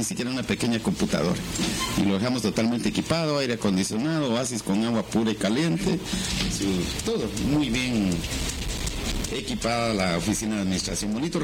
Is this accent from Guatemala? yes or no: yes; Guatemala; Lamentablemente se nos vedó esa oportunidad como aficionados, como guatemaltecos, decisiones totalmente pues que van en contra de los derechos que tenemos como ciudadanos guatemaltecos.